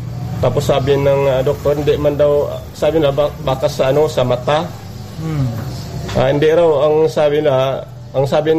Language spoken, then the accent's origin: Tagalog; Western Visayas, Philippines; Abiera Sebastian Antique.